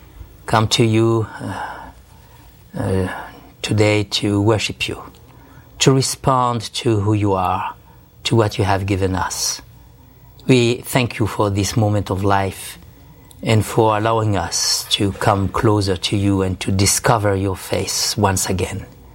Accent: Algeria; English is a second language; now in United States; I was born in the south. I was born in Algeria, in a Mediterranean country, when it was a French colony at that time. At the crossroads of three cultures, actually.

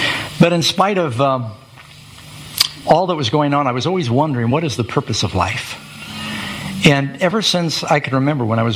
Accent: New York City, New York, United States; born there; also born or lived in Burbank, California; I was born in Burbank, California. It's where Dad had his aircraft business. And they divorced when I was three. Like I said, their relationship was very tempestuous. So Mom moved to New York City. My brother and I moved there to join her. We lived right in Manhattan, 81st Street on the west side and 51st Street on the east side.

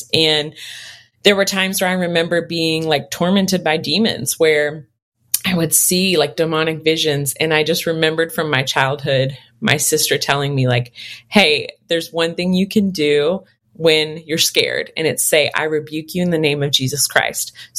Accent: Biloxi, Mississippi, United States; And I'm from Biloxi, Mississippi, which is like a coastal town in the South.

